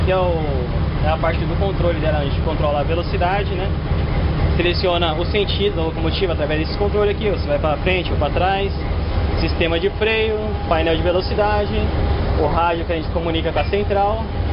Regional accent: São Paulo, Brazil; now in Caieiras, Brazil; sou aqui de São Paulo mesmo, moro em Caieiras.

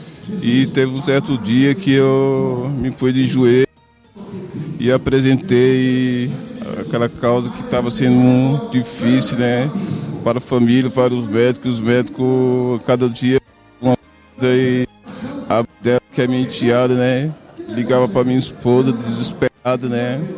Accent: Santana de Parnaíba, São Paulo, Brazil; Santana de Parnaíba.

